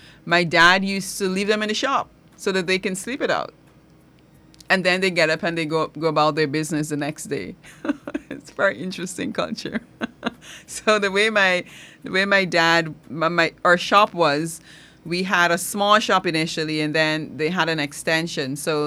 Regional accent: Matthews Ridge, Barima-Waini, Guyana; I grew up in Matthews Ridge, which is region number one.

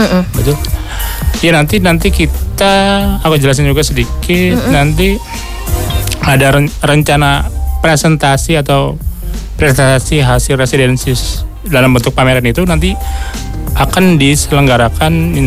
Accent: Bogor, West Java, Indonesia; Oh ya, aku dari Bogor.

